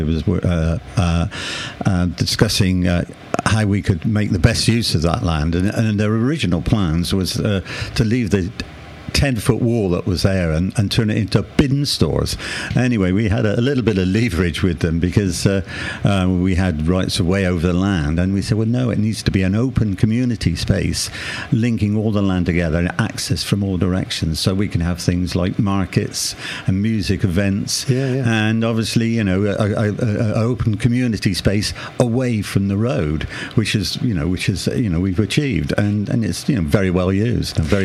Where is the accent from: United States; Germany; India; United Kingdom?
United Kingdom; Bath, South West England; accent: West Country; moved away as an adult; also born or lived in Bradford; now in Bradford-on-Avon, United Kingdom; We grew up in Bath, West Country. I tell by the accent.